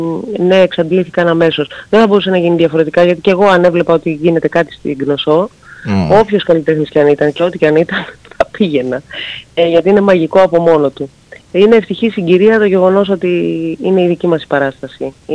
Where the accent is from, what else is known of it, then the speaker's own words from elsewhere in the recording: Zakynthos, Ionian Islands, Greece; Εγώ είμαι από τη Ζάκυνθο, ναι.